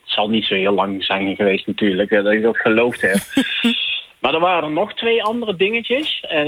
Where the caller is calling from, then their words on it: Eindhoven, North Brabant, Netherlands; Ja, hallo. … uit Eindhoven.